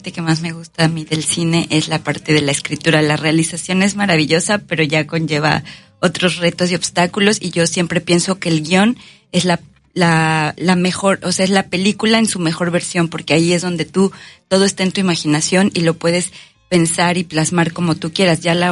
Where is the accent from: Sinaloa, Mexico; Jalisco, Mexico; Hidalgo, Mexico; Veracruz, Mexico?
Veracruz, Mexico; Xalapa; Yo soy de Jalapa.